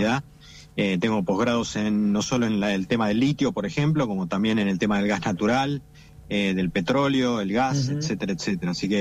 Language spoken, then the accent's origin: Spanish; Argentina